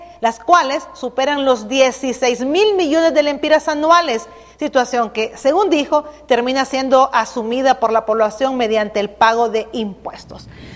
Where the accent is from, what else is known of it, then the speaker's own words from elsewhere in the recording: Honduras; somos todos los hondureños